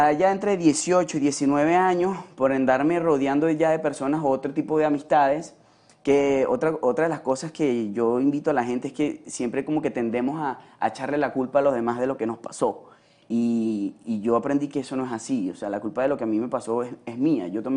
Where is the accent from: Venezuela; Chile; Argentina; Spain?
Venezuela; Barquisimeto, Lara; moved away; allá en mi ciudad, en Barquisimeto